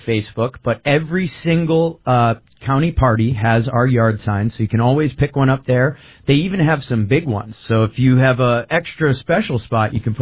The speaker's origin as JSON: {"language": "English", "town": "Land O'Lakes", "region": "Wisconsin", "country": "United States", "tie": "born or raised there", "also_born_or_lived": "Wausau, United States", "said": "I grew up in Land O'Lakes. I then moved to Wausau, Wisconsin. I played hockey for Mosinee High School. I played baseball for Newman Catholic. In Wausau, I know pretty much everyone there."}